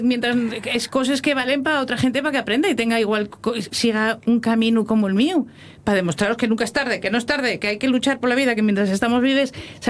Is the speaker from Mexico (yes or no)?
no; Asturias, Spain; Yo soy muy defensora de Asturias porque soy asturiana de pura cepa. Voy a los rodajes americanos hablando en asturiano y si no me entienden, que aprenden.